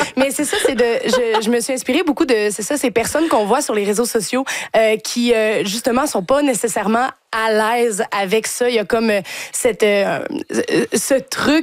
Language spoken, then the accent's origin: French; Quebec City, Quebec, Canada; Tu sais, moi, je viens de Québec, j'ai vu un petit peu